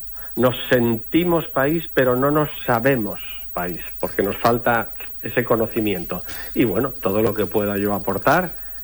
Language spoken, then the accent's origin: Spanish; Asturias, Spain; somos muy asturianos, nos sentimos muy asturianos